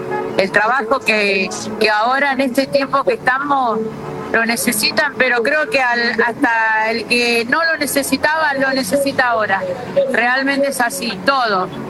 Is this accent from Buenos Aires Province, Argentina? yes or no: yes; Isidro Casanova, Buenos Aires Province, Argentina; Soy de Casanova, así